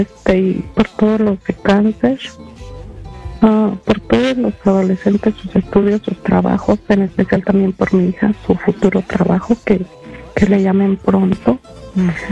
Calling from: Chicago, Illinois, United States; de Chicago.

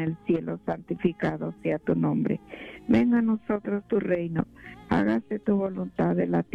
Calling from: Orange, United States; Buenos días … de Orange.

